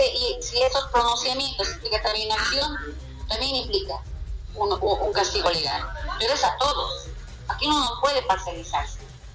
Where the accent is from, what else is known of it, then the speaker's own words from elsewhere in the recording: Bolivia; Aquí los bolivianos solucionamos nuestros problemas como bolivianos